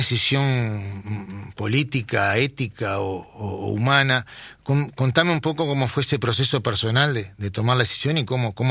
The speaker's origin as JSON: {"language": "Spanish", "country": "Uruguay", "said": "el 40% de los uruguayos tenemos ascendencia italiana."}